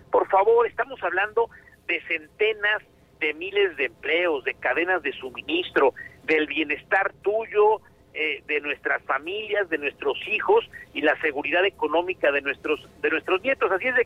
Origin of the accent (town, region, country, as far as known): Mexico